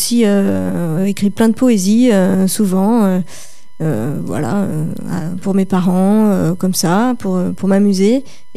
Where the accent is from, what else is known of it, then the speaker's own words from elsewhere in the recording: Vénissieux, Auvergne-Rhône-Alpes, France; Moi, j'habitais à Vénissieux, j'ai grandi à Vénissieux pendant 25 ans.